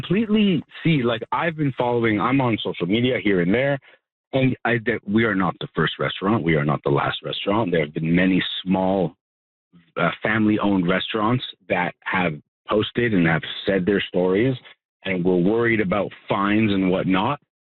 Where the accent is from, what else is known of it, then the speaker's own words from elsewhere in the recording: Quebec, Canada; first language French; English is a second language; We believe that Quebec is a French province and French should be more predominant. I am Francophone. My first language is French.